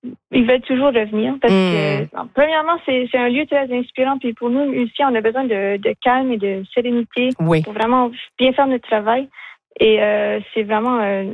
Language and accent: French; Edmundston, New Brunswick, Canada; born there; Oui, alors moi, je suis née à Edmundston, mais j'ai toujours vécu mes étés ici au Lac Baker parce que j'avais toujours un chalet de famille.